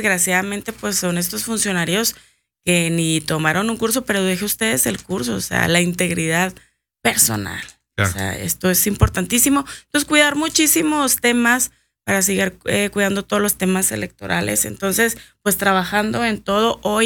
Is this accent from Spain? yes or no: no; Chihuahua, Mexico; yo soy de Santo Niño